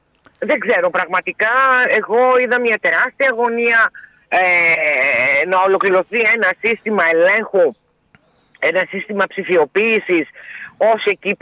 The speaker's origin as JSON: {"language": "Greek", "town": "Athens", "region": "Attica", "country": "Greece", "said": "Είμαστε από την Αθήνα."}